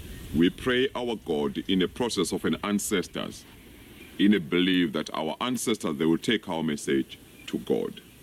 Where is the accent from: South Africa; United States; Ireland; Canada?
South Africa; So Ndebele, Swazi, Zulu, and Xhosa, all four, we fall under one group. We call ourselves Nguni people.